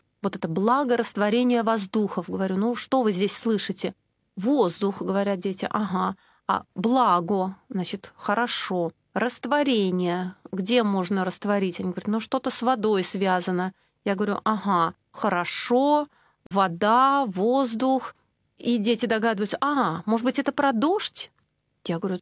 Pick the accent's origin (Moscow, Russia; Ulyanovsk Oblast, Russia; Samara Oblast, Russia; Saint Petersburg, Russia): Saint Petersburg, Russia; То есть мы не говорим, что вот мы, петербуржцы, молимся только за Петербург